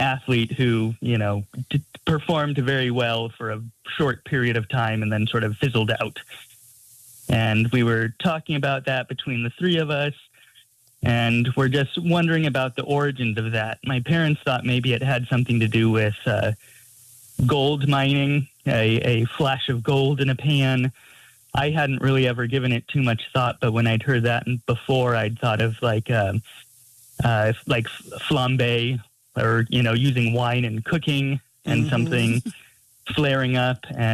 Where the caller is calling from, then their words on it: San Luis Obispo, California, United States; I'm calling from San Luis Obispo, California.